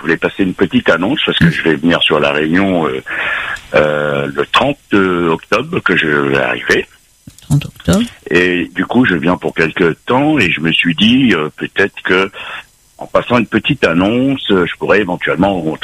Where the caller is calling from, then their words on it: Orléans, Centre-Val de Loire, France; j'habite à Orléans.